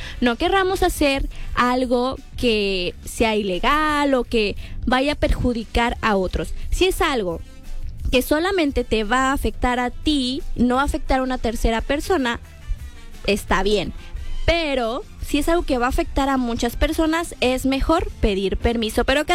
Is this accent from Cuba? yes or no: no; La Paz, Baja California Sur, Mexico; Porque yo soy de La Paz.